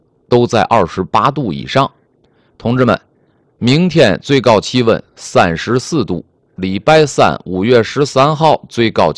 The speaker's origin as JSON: {"language": "Chinese", "region": "Northeast China", "country": "China", "tie": "born or raised there", "moved": "yes", "said": "这个东北。我们老家，我跟你们各位讲啊，我们老家现在白天出去，小朋友还得穿秋裤了。"}